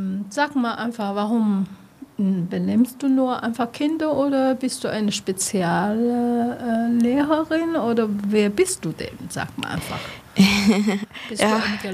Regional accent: Taiwan; German is a second language; Ich komme persönlich aus Taiwan. Ich habe natürlich auch meine taiwanische Verhaltung.

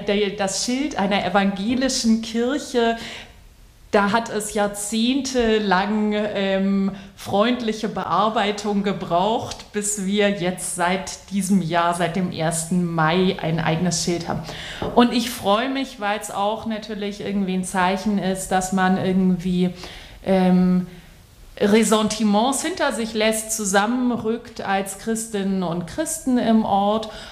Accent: Bavaria, Germany; ich komme aus Bayern. Ich bin südlich von München groß geworden. Wir sind hier südwestlich von München, aber meine Eltern sind Zugezogene.

